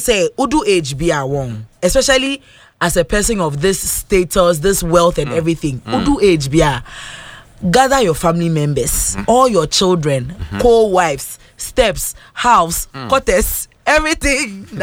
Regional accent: Ghana; I grew up in Domi Pilati.

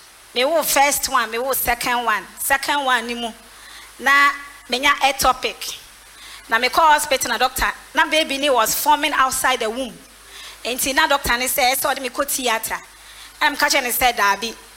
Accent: Greater Accra, Ghana; I'm from Community 8.

